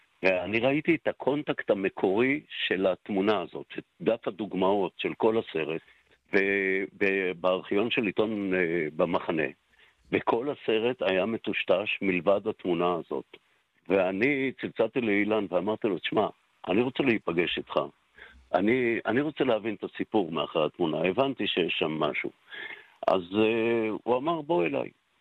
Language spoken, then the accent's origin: Hebrew; Jerusalem, Jerusalem District, Israel; ואני בעצמי גדלתי בעיר העתיקה ואני חוזר אליה